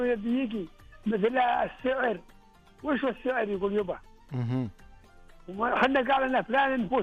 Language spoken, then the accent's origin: Arabic; Ha'il, Ha'il Province, Saudi Arabia; وعن حايل، وعن الحدائق بالحايل، وعن المهرجانات، وعن ركزت أنا على ديرتي على مس جدي بالذات